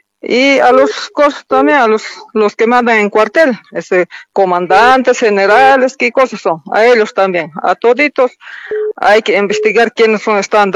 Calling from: Punata, Cochabamba, Bolivia; Como punateña aquí.

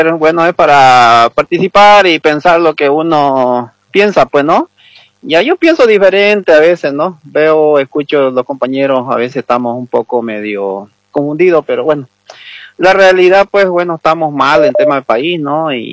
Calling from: Bolivia; Entonces somos bolivianos

